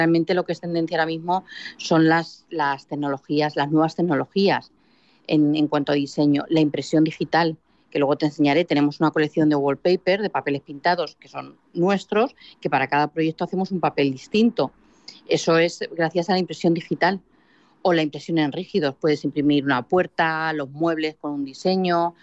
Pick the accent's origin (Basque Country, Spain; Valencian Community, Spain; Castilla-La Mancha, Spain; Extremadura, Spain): Castilla-La Mancha, Spain; Ciudad Real; moved away as an adult; also born or lived in Moral de Calatrava / Salamanca; now in Madrid, Spain; He de decirte que yo nací en Madrid. Solamente nací aquí, viví en Moral de Calatrava hasta los 8 años y luego ya viví en Ciudad Real y estudié en Ciudad Real